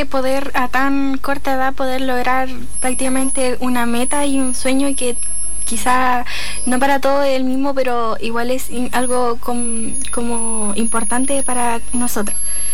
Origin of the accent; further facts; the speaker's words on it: Bulnes, Ñuble, Chile; Yo pertenezco de la comuna de Bulnes